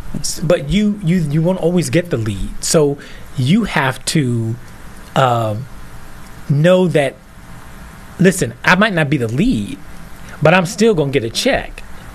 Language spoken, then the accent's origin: English; Philadelphia, Pennsylvania, United States; moved away; also born or lived in Los Angeles; You know, I'm born and raised in Philly.